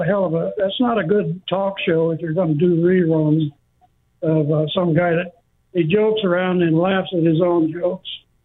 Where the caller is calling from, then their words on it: Yucca, Arizona, United States; from Yucca, not Kenny from Yucca.